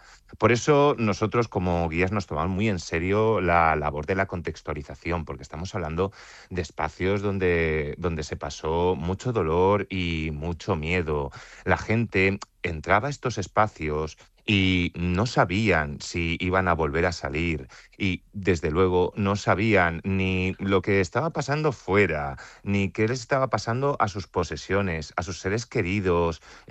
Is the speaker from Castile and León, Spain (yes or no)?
no; Alicante, Valencian Community, Spain; un aspecto que muchas veces olvidamos como alicantinos es que la guerra civil acabó aquí en Alicante